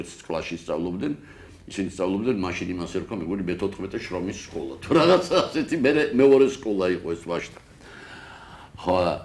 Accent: Tbilisi, Georgia; born there; also born or lived in Moscow / London; თბილისი ქალაქია, რომელშიც დავიბადე ჯერისით, რომელშიც ცხოვრობ პრაქტიკულად თითქმის მთელი ცხოვრება, თითქმის ვამბობი, იმიტომ რომ იყო პერიოდები, როცა ვიცხოვრე სხვა ქალაქებში

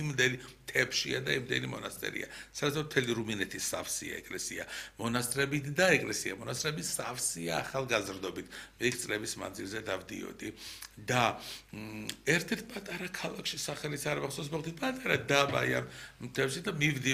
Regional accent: Samtskhe-Javakheti, Georgia; მესხები ჩვენ მესხეთიდან ვარ წამოსულები და აი მაშინ ცოტა რაღაცებს შეხასიათში და ფესვებში მივხვდი

